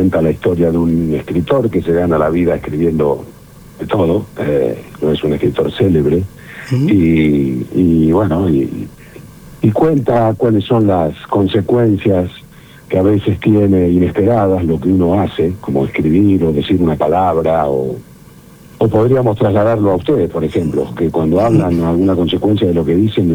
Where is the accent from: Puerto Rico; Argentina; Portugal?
Argentina; Rosario, Santa Fe; yo soy rosarino, estrenado en Rosario